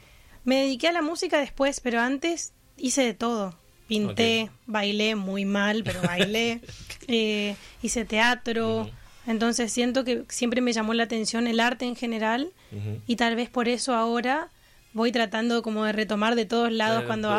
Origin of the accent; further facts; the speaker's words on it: Resistencia, Chaco, Argentina; soy de Resistencia, Chaco, pero mis abuelos vinieron de Paraguay.